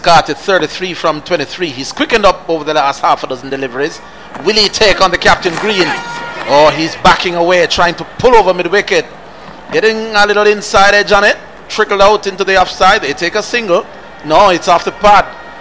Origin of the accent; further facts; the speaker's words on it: Jamaica; as a Jamaican